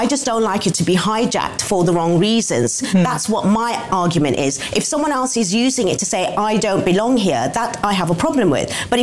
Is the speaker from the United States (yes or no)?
no; United Kingdom; I am still British and I'm still proud.